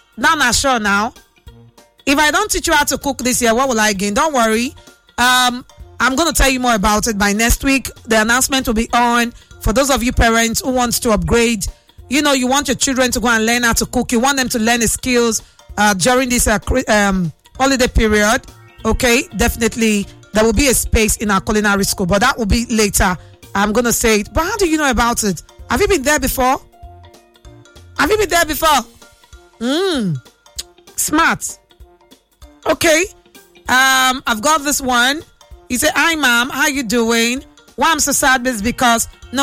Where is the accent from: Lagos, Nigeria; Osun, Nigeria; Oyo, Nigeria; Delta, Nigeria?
Delta, Nigeria; Ogume; I'm from Delta State. Okay. My mom and my dad, they are from Delta. And I am from a community in Delta State called Ogume. And Ogume is in a place It's under a local government they call Ndokwa West Local Government Area. So that is why sometimes you hear me, I speak my language.